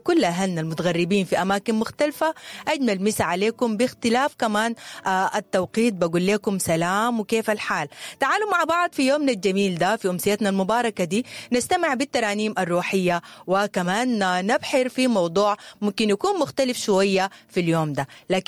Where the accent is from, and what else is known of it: Sudan